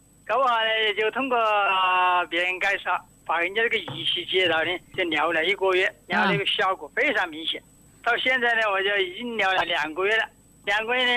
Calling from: Xiantao, Hubei, China; 我是仙桃长丹口。

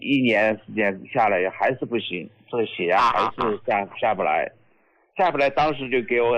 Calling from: Jintang County, Sichuan, China; 哎，我来自四川成都金堂县的，也是一个农民。

